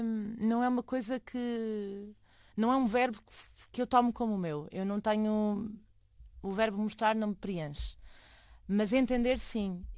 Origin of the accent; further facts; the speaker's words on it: Lisbon, Portugal; born there; eu nasci em Lisboa, mas eu não tenho relação nenhuma com Lisboa.